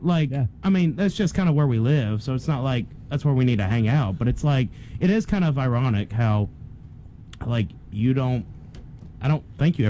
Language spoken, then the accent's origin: English; Missouri, United States; moved away; from Missouri where it's like where the Midwest and the South meet.